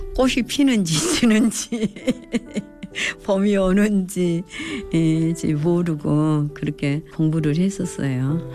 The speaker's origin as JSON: {"language": "Korean", "town": "Sinan", "region": "South Jeolla", "country": "South Korea", "tie": "born or raised there", "said": "남 신안구 나패면에서 태어났습니다. 저희 집은요, 바닷가에 저희 집 담장 밖에까지 바닷물이 들어오는 정말 그야말로 바닷가예요."}